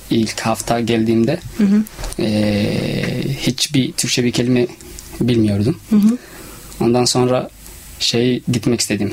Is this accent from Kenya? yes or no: yes; Kenya; Turkish is a second language; moved away as an adult; also born or lived in Somalia; now in Turkey; Ben Somalliyim ama Kenya'da doğdum, büyüdüm. Lise ve de ortaokul her şeyi orada okudum. Lisans da Kenya'da okudum.